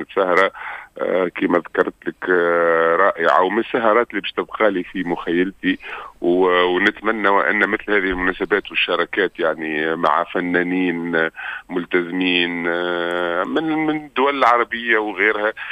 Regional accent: Tunisia

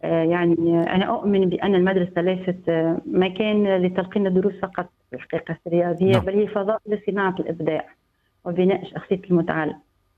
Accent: Lala, Gafsa Governorate, Tunisia; قريت جزء من حياتي قريت فيها

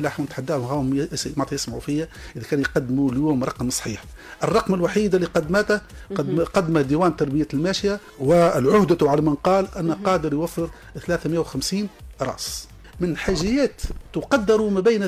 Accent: Tunisia; عندنا في تونس حوالي 4 مليون هكتار أراضي زراعية

